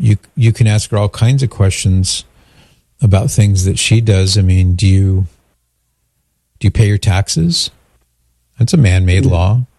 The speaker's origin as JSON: {"language": "English", "region": "California", "country": "United States", "said": "Now, I'm from California"}